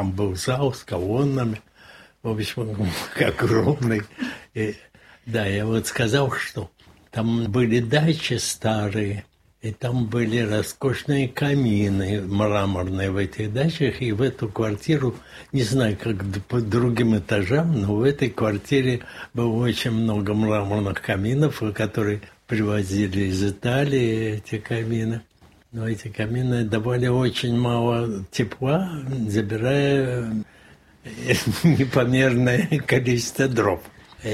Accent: Saint Petersburg, Russia; born there; Я родился в Ленинграде, на Петроградской стороне, на Большой Пушкарской улице, дом 3.

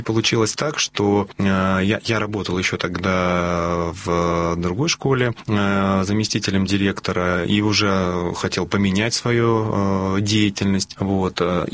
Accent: Sovetsk, Kaliningrad Oblast, Russia; Нет, я и сам из Калининграда.

